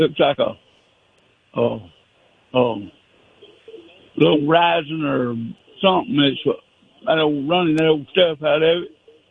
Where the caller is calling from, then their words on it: Alabama, United States; I'm calling from Alabama.